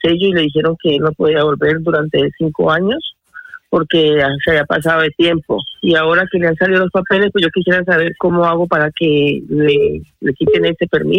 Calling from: Madrid, Community of Madrid, Spain; Soy de aquí en Madrid.

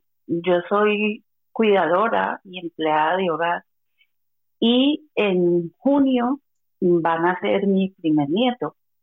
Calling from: Coslada, Community of Madrid, Spain; de Coslada.

